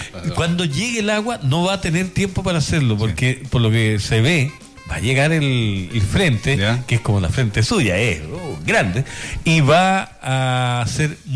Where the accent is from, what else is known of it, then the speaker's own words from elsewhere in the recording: Chile; Porque como buenos chilenos dejamos todo para última hora.